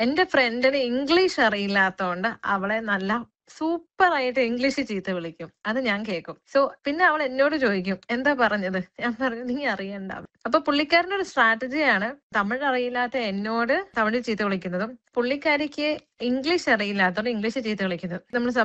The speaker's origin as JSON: {"language": "Malayalam", "area": "Ernakulam", "region": "Kerala", "country": "India", "tie": "born or raised there", "also_born_or_lived": "Coimbatore", "said": "എറണാകുളം സ്വദേശിയാണ്."}